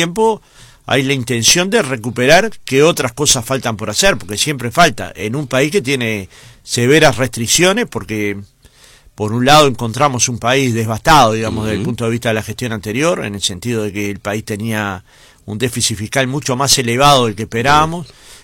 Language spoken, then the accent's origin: Spanish; Montevideo, Uruguay; born there; Yo nací en Montevideo, pero era hijo un riverense.